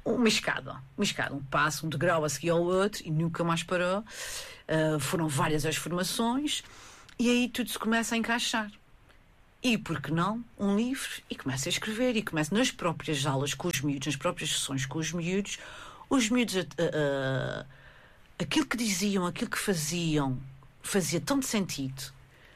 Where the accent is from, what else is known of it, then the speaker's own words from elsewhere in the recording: Azores, Portugal; now in Santa Maria, Azores, Portugal; eu não sou Mariense, eu não sou de Santa Maria. Eu sou Miquelense, eu sou de São Miguel. A minha casa realmente agora é Santa Maria, mas a minha casa, né, a minha família, as minhas raízes estão lá. Okay? Por isso eu sou de lá e continuo a ser de lá.